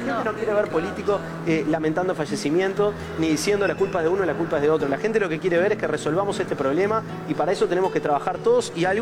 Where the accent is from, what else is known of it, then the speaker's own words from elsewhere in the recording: Uruguay; el resultado que todos queremos como uruguayos